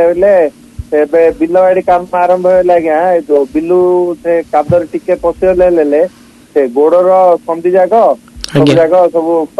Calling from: Tinitinapalli, Odisha, India; ଆମ ଗାଁ ଆଜ୍ଞା ତିନିଟିଣାପଲ୍ଲୀ ଧରାଉଟ ବ୍ଲକରେ।

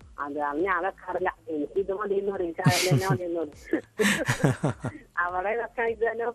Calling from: Kochi, Kerala, India; ഞാൻ പള്ളുരുത്തി നിന്നാണ് വിളിക്കുന്നത്.

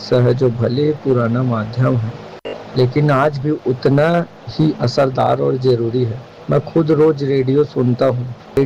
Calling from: Raigarh, Chhattisgarh, India; रायगढ़ का रहने वाला हूँ।

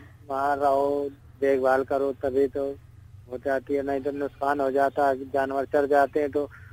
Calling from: Akbarpur, Uttar Pradesh, India

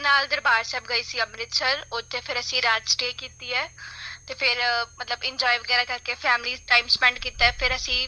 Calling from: Amritsar, Punjab, India; ਤੇ ਮੈਂ ਅੰਮ੍ਰਿਤਸਰ ਤੋਂ ਗੱਲ ਕਰ ਰਹੀ ਹਾਂ।

